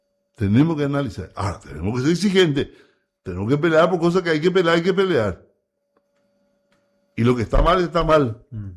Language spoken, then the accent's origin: Spanish; Paraguay